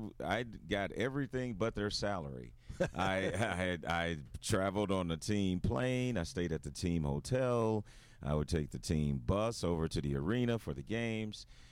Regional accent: East St. Louis, Illinois, United States; moved away as an adult; also born or lived in Des Moines, Iowa / Minnesota; being from nearby East St. Louis, got an opportunity for my hometown people to see me on TV.

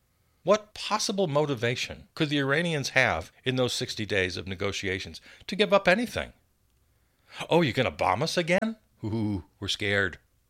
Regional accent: United States; born there; because I was born in America, and that's tantamount to treason if I root for the other side.

